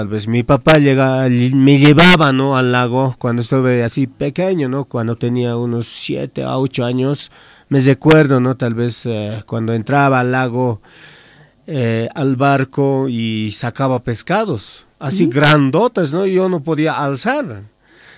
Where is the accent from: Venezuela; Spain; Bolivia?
Bolivia; Oruro; soy de los pueblos Urus del Lago Popó.